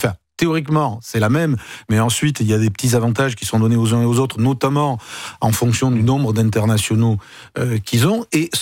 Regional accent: Bayonne, Nouvelle-Aquitaine, France; Moi, je suis de Bayonne, je vois à Bayonne, c'est quasiment les fêtes de Bayonne chaque samedi

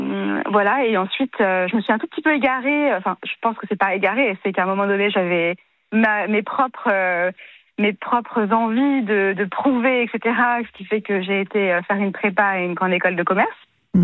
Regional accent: Maisons-Laffitte, Île-de-France, France; J'ai grandi à Maisons-Lafitte, en région parisienne.

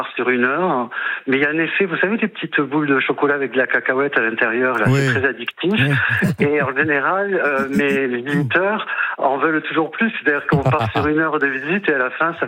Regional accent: Toulouse, Occitanie, France; Je suis toulousain donc je parle sans crainte.

